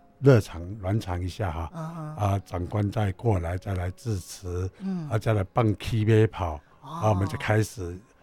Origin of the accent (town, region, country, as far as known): Taiwan